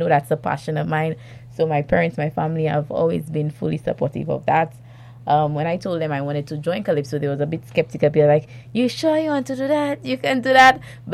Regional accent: Castries, St. Lucia; No, I'm very Castries.

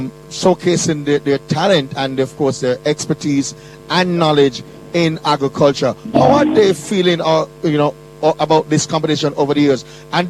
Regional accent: Portmore, St. Catherine, Jamaica; Well, I'm from the parish of Portmore.

